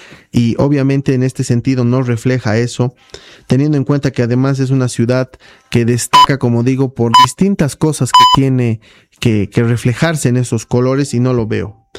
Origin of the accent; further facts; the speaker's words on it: La Paz, Bolivia; lo que somos los paceños, porque yo soy paceño, porque yo he nacido en esta ciudad